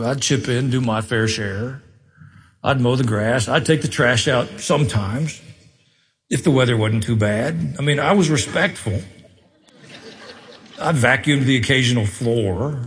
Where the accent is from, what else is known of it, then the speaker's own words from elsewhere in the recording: Tennessee, United States; I grew up in Middle Tennessee. Most of you know that. My dad was a veterinarian.